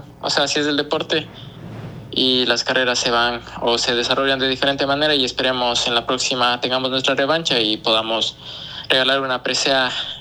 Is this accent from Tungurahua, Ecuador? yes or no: yes; Ambato, Tungurahua, Ecuador; Bueno, yo soy de la ciudad de Ambato